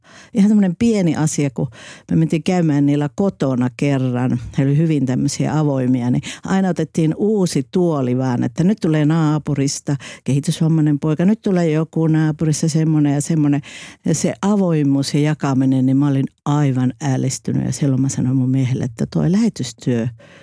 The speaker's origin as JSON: {"language": "Finnish", "town": "Oulu", "region": "North Ostrobothnia", "country": "Finland", "tie": "born or raised there", "also_born_or_lived": "Tanzania", "moved": "as an adult", "said": "kun mä tulen itse Pohjois-Suomesta, siellä semmoista liikemiesperheestä"}